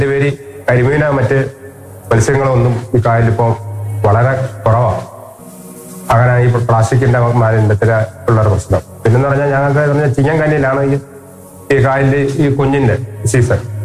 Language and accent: Malayalam; Kochuthuruthu, Kerala, India; ഞാൻ ഈ കൊച്ചുതുരുത്തില് ജനിച്ചു വളർന്നതാണ്. ഞാൻ 1973 ജനിച്ചതാണ്.